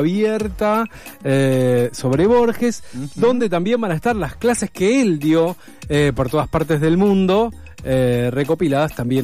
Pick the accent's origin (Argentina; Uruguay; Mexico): Argentina; por ahora somos argentinos, veremos.